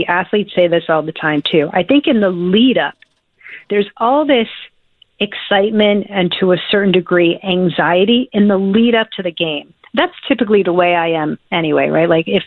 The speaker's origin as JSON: {"language": "English", "region": "New Jersey", "country": "United States", "tie": "born or raised there", "said": "Like, I grew up in New Jersey, and we were just all about, like, you know, disco and hip hop."}